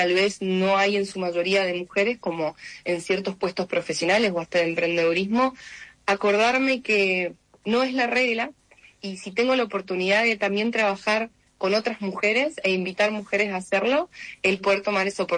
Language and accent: Spanish; Mendoza, Argentina; soy mujer, soy mendocina, soy abogada, también soy emprendedora